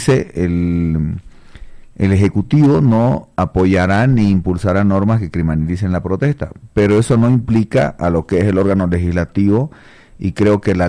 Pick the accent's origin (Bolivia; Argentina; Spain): Bolivia; ¿somos más los bolivianos que queremos vivir en paz en este país?